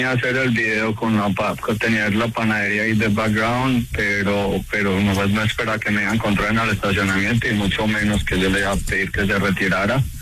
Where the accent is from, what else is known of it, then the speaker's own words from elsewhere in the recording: Antioquia, Colombia; Pero a ver, primero, somos de sangre paisa, sangre de arrieros. Yo fui ex militar en Colombia.